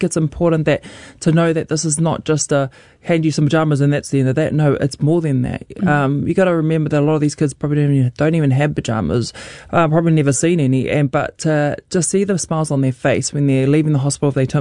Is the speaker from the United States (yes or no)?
no; Mangere, Auckland, New Zealand; also born or lived in Rotorua; It's home for me. It's my community. I was born in Rotorua, but brought up in Mangere, South Auckland.